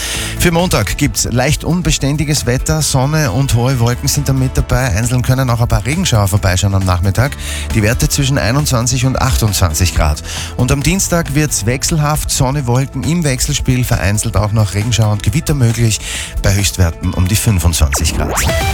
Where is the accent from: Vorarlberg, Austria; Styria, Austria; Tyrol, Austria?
Styria, Austria; Für mich als Steirer